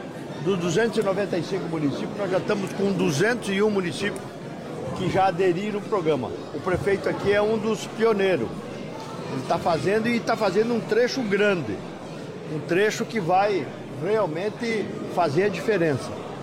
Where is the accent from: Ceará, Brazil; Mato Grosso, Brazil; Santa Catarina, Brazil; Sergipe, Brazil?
Santa Catarina, Brazil; Herval d'Oeste; Eu sou do interior, eu sou de Herval Oeste